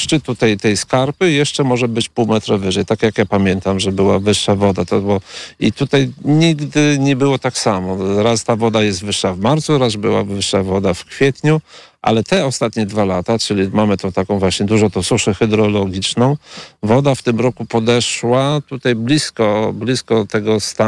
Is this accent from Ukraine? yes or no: no; Wizna, Podlaskie Voivodeship, Poland; Tak, jestem z Wizny i tutaj jestem rolnikiem.